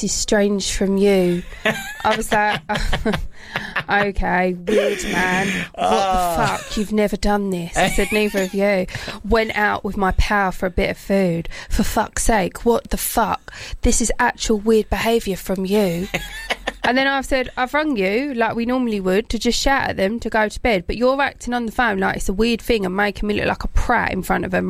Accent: Gravesend, South East England, United Kingdom; I'm from Gravesend.

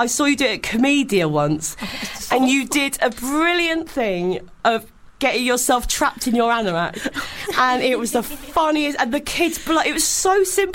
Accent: Maidstone, South East England, United Kingdom; I'm from Maidstone

